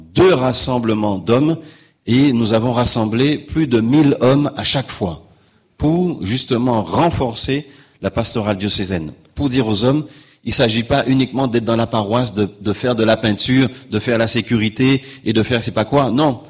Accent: Guadeloupe

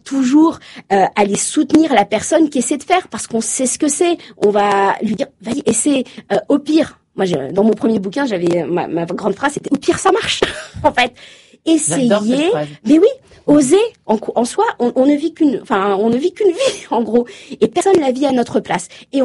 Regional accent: Normandy, France; Moi, je viens de la Normandie. Uber Eats n'est pas arrivé partout en France.

